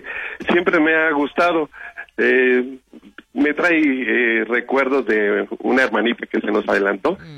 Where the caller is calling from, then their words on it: Ecatepec, State of Mexico, Mexico; de Catepec.